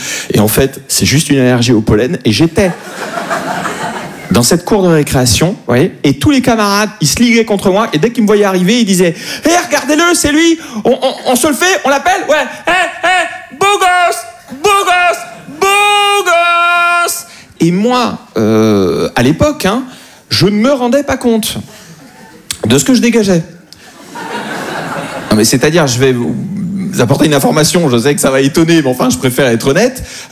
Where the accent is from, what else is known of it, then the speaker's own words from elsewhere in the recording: Corsica, France; Donc moi, sur le papier, je suis corse juif.